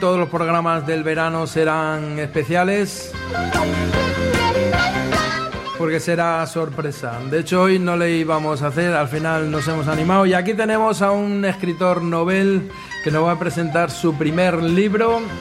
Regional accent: Candeleda, Castile and León, Spain; en mi pueblo, en Candeleda

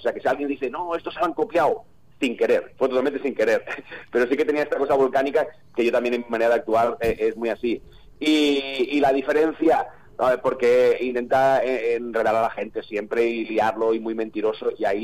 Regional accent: Santa Coloma de Gramenet, Catalonia, Spain; Pues mira, nosotros somos de Santa Coloma de Gramenet, que es una población que está muy pegadita a Barcelona

